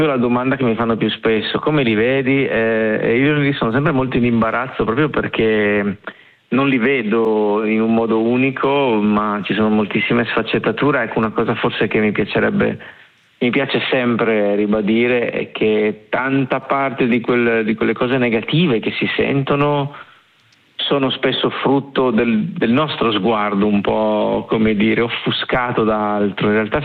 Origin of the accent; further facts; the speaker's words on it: Liguria, Italy; vengo dalla Liguria, lì ho fatto qualche bel bagnetto in Liguria